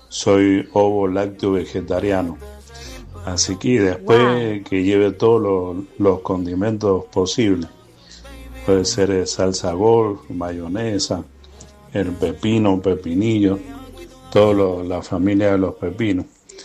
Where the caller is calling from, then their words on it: Maipú, Mendoza, Argentina; de Maipú.